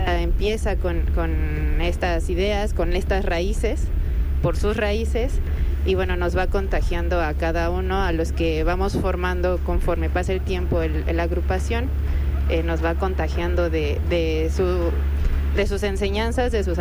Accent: Huasteca, Mexico; Yo también soy de la Huasteca

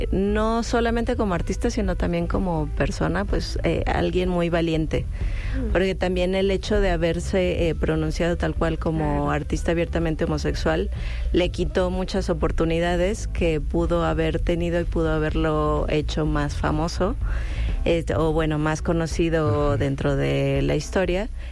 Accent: Mexico; nosotros como mexicanos

